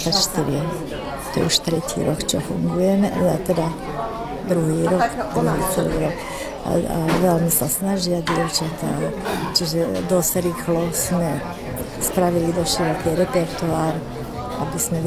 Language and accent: Slovak; Šaľa, Nitra Region, Slovakia; som zo Šale, som vedúca tohto spevokolu … bývalá učiteľka na klavír.